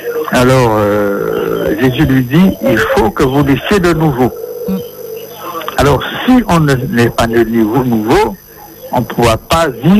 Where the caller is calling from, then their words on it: Guadeloupe; moi, je suis en Guadeloupe.